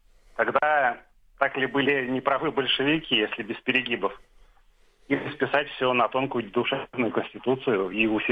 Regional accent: Samara, Samara Oblast, Russia; я из Самары.

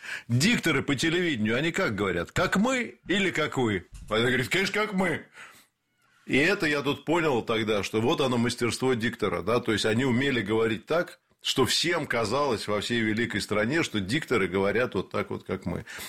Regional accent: Moscow, Russia; С Москвы. С Москвы, конечно.

